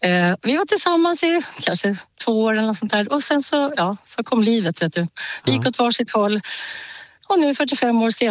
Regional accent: Nyköping, Södermanland, Sweden; Eller, han kommer från Nykvarn och jag är från Nyköping.

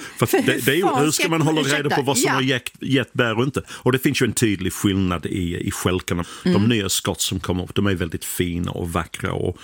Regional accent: England, United Kingdom; Swedish is a second language; now in Sweden; han var ändå en hjälte för mig när jag var liten i England och kollade på skidåkning på lördag eftermiddag.

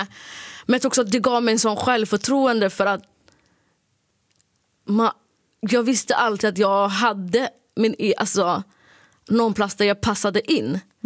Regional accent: Sweden; born there; now in Stockholm, Sweden; det var en krock för mig när jag kom till Sverige när jag var yngre

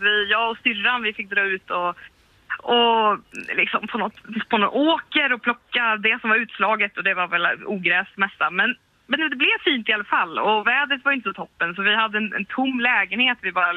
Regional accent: Slätta, Sweden; Så hemma i Slätta, där jag kommer ifrån, så har vi ett kompisgäng

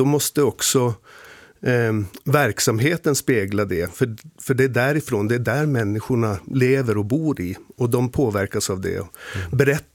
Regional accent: Kalix, Norrbotten County, Sweden; moved away; Jag kommer ju norrifrån. Jag kommer från Norrbotten själv, från Kalix.

